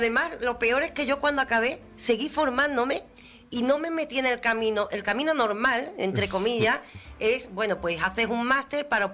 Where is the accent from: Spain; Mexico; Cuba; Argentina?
Spain; Andalusia; querernos un poco más a nosotros mismos como andaluces.